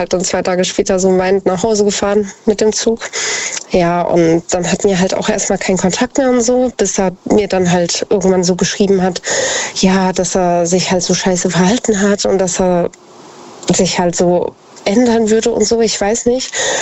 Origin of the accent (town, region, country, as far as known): Idstein, Hesse, Germany; born or raised there